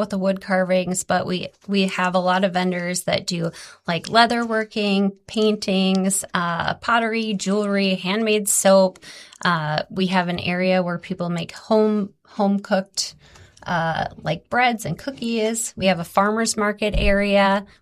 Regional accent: Blackduck, Minnesota, United States; Well, we grew up in Black Duck, me and my sister.

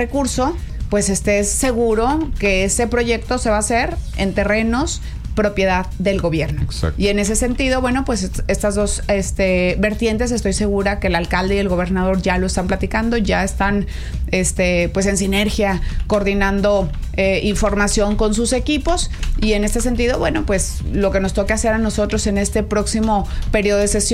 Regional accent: Coahuila, Mexico; los proyectos para mi estado de Coahuila

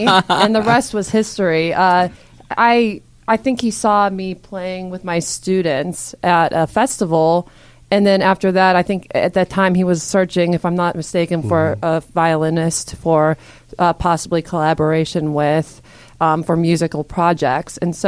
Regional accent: Pennsylvania, United States; I'm from Robinson Township.

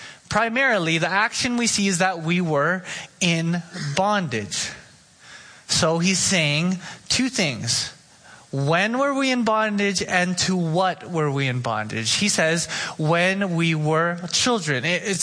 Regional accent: Oxnard, California, United States; born or raised there

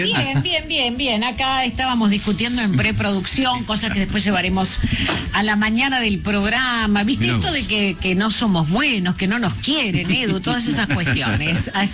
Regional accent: Argentina; Ahora, cuando vienen hacia los argentinos, ahí nos sale y salimos todos.

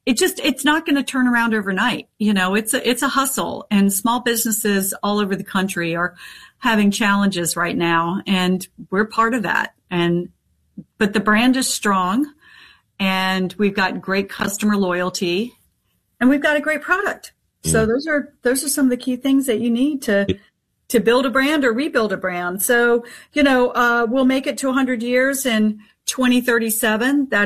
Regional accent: Eastman, Georgia, United States; It is in Eastman, Georgia. It's my hometown.

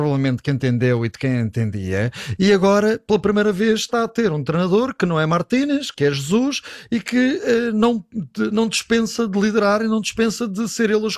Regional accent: Alentejo, Portugal; Eu sou alentejano com muito orgulho. Na minha terra há um ditado que diz: não estás capaz, não vinhas.

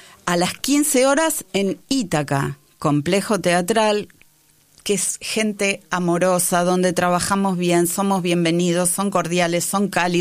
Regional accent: Buenos Aires, Argentina; Nací en Parque Chacabuco y sigo en Parque Chacabuco.

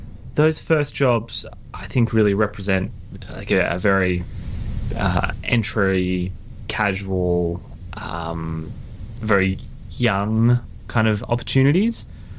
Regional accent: Canberra, Australian Capital Territory, Australia; I grew up in Canberra.

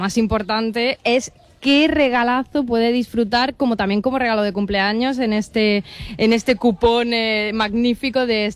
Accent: Almería, Andalusia, Spain; Para nada, por supuesto. ¿Qué vamos a decir nosotros siendo almerienses?

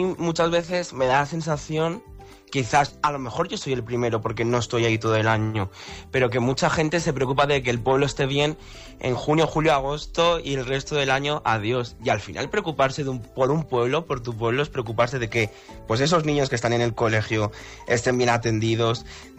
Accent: Guadalaviar, Aragon, Spain; moved away; para un pueblo como es el mío, como es Guadalaviar

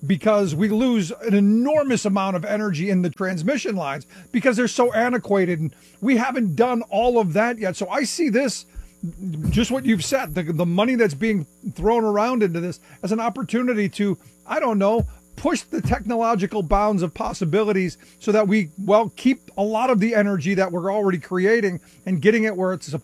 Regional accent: Cleveland, Ohio, United States; No, look, and I grew up in Cleveland, and this, I hate to cut you off, but I grew up in Cleveland, yeah.

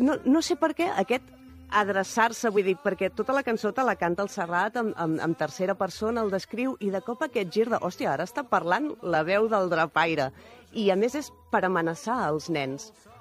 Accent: Mataró, Catalonia, Spain; Jo soc de Rocafonda, també, com el Lamin Jamal

